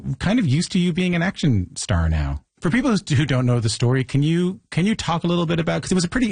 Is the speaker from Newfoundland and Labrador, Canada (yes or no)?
yes; Newfoundland and Labrador, Canada; I'm from Newfoundland. See, I'm from the far East Coast with a whole completely different accent.